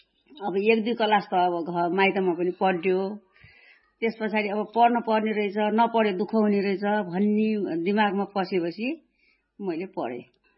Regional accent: Dang, Lumbini Province, Nepal; also born or lived in Pyuthan; पहाड़को ठाउँमा जन्म। अब प्युठानमा भए पनि अब हुर्किन हामी दाङमा हुन्छ।

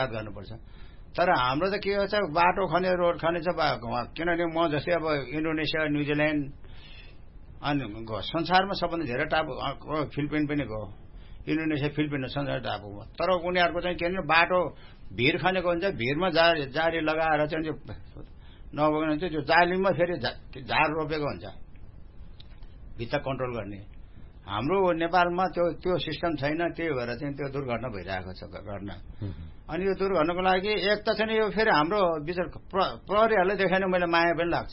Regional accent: Gandaki Province, Nepal; born there; also born or lived in Singapore; now in Pokhara, Nepal; म मेरो जन्मभूमि गाउँ तान्चोक कोडगाउँ हाल बसोबास पोखरा बाग बजार

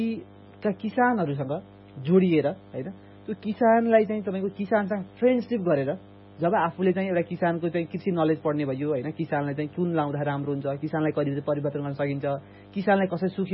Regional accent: Mugu, Karnali Province, Nepal; moved away; म हिमाली जिल्लाको मान्छे होइन, मेरो घर चाहिँ मुगु हो, म चाहिँ कर्णाली प्रदेशबाट त्यहाँ छु।

